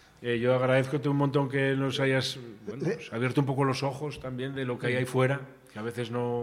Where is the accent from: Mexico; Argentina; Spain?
Spain; Valladolid, Castile and León; Oye, que soy de Valladolid.